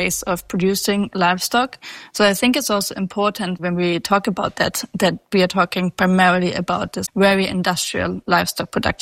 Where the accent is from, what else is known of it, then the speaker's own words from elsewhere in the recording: Port Elizabeth, Eastern Cape, South Africa; now in London, United Kingdom; I am a senior tutor and I work in London, and I'm originally from South Africa, a small city called Port Elizabeth.